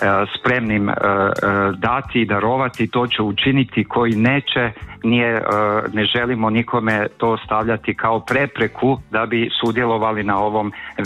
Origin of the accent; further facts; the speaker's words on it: Slavonia, Croatia; Kod nas u Slavoniji rokat je pojam napiti se, jel?